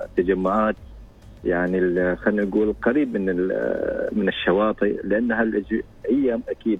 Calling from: Sohar, Al Batinah North, Oman; حاليا أكلمكم من صحار.

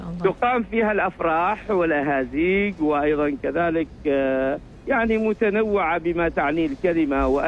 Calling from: Bidbid, Ad Dakhiliyah, Oman; نحن في ولاية بدبد سواء في نفعة أو في فنجة

